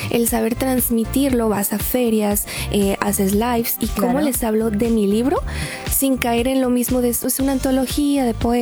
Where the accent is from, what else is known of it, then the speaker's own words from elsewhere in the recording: Mexico; soy escritora mexicana